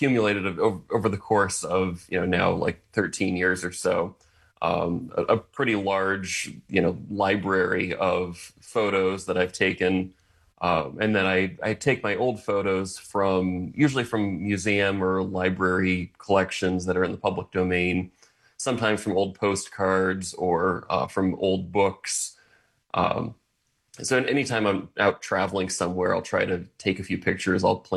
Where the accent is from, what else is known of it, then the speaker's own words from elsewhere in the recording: New England, United States; It was growing up in New England, being surrounded by history, and really kind of from, you know, I was kind of a history geek from a young age.